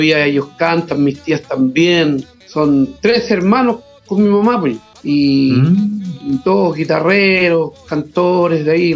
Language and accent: Spanish; Monte Águila, Biobío, Chile; yo tenía que ser mi pueblo, Monte Águila, así que de ahí nace como en representación al pueblo de Monte Águila, Monte Aguilino.